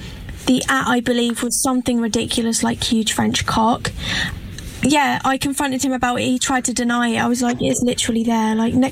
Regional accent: East of England, United Kingdom; I'm from Essex.

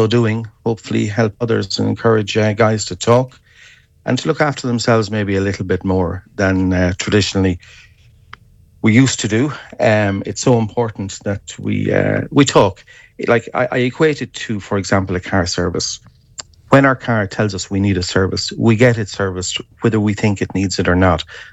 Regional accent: Charlestown, Connacht, Ireland; moved away

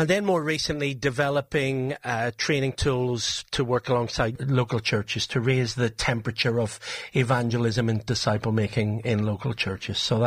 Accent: Northern Ireland, United Kingdom; the certainties that I grew up with in Northern Ireland

